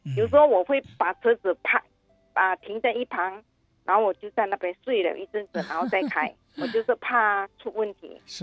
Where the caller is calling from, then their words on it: Vancouver, British Columbia, Canada; Chinese is a second language; Hello 啊，汪院长你好，我是来自温哥华的加拿大温哥华的 … ，我的国语讲的不是这么好